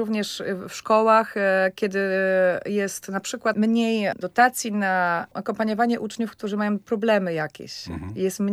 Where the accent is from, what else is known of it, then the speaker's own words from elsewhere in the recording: Łódź, Łódź Voivodeship, Poland; I czyli chcę, żeby ją znali, żeby trafili osadzić tą Łódź na mapie świata.